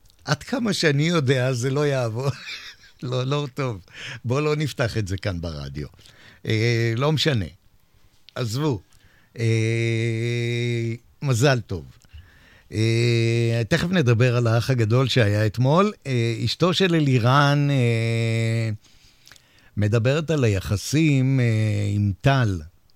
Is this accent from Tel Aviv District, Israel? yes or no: yes; Holon, Tel Aviv District, Israel; moved away as an adult; also born or lived in Bat Yam; הייתי חולוני בת ימי כזה, נולדתי כמובן, גרתי בחולון רוב שנות חיי עד שעברתי לכאן